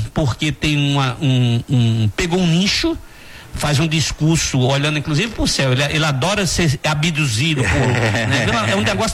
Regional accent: sertão, Northeast Brazil, Brazil; Eu sou do sertão.

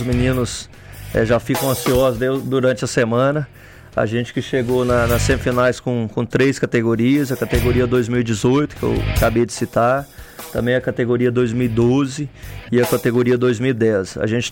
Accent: Abaeté, Minas Gerais, Brazil; moved away as an adult; now in Pompéu, Brazil; eu sou de Abaeté

